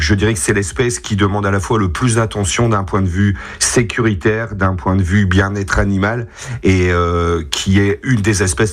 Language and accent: French; Maubeuge, Hauts-de-France, France; Oui, je suis natif de Maubeuge, et du fait, j'ai toujours connu le zoo de Maubeuge, j'ai toujours été au zoo de Maubeuge